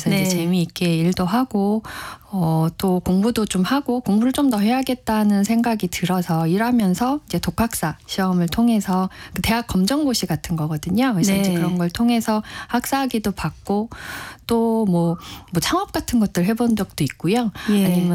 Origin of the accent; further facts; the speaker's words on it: Seoul, South Korea; 제가 이제 집이 이제 본가가 서울인데요.